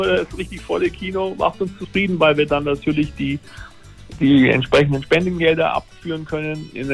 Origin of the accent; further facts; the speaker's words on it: Weiden in der Oberpfalz, Bavaria, Germany; born there; Ich war selber als Kind in Weiden